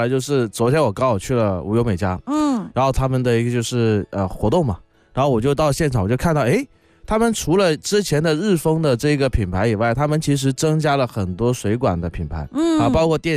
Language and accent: Chinese; Guangdong, China; 就像我们广东话一个掰出来一个